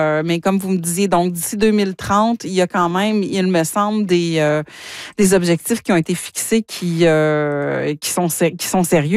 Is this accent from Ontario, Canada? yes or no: yes; Ontario, Canada; Je viens moi-même du nord de l'Ontario. J'ai été journaliste pendant quinzaine d'années dans le Nord.